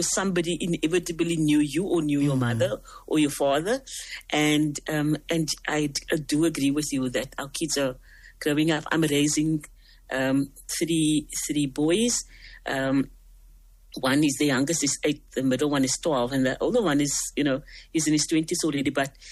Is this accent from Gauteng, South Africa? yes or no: no; Cape Town, Western Cape, South Africa; I grew up in Rocklands in Mitchell's Plain, and quite close to Menindee Beach.